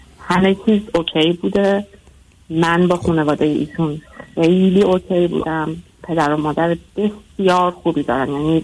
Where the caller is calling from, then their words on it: Iran; من از ایران هستم.